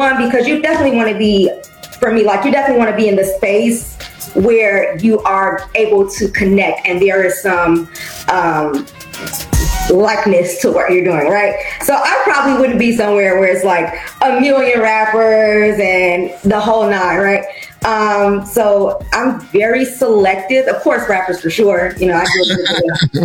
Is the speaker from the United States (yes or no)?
yes; Chicago, Illinois, United States; Favorite food, I'm from Chicago.